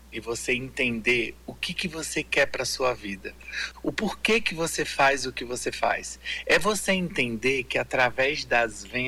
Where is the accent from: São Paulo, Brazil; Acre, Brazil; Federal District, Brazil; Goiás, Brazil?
Acre, Brazil; moved away; Um prazer é todo meu estar aqui na minha terra natal.